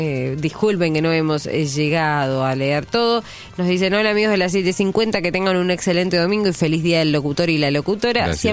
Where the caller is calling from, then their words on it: San Fernando, Buenos Aires Province, Argentina; de San Fernando.